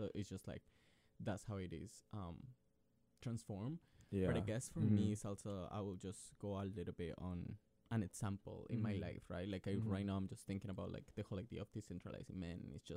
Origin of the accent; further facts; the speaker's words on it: Colombia; moved away; I grew up in Colombia and we have a very like conservative kind of culture.